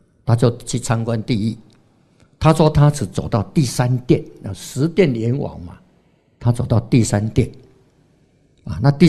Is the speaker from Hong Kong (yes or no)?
no; Taiwan; accent: Taiwanese; 那个老板娘听到我们是台湾口音的啊，讲台语的就特别亲切呀